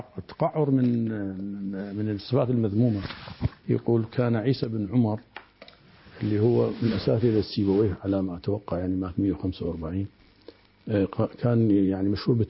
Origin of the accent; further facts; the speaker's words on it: Iraq; وانط ينطي انا في العامية عندنا في العراق موجودة